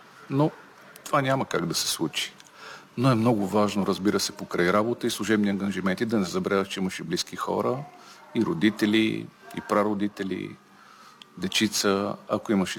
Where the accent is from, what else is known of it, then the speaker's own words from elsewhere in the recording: Kyustendil Province, Bulgaria; близо до родното ми село Метоха Орлица преди Рилския манастир